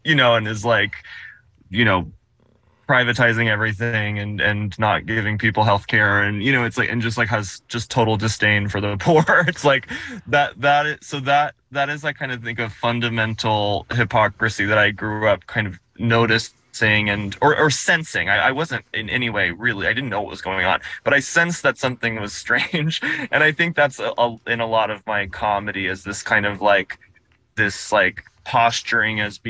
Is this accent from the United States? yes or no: yes; Tennessee, United States; ever since I was a kid growing up in Tennessee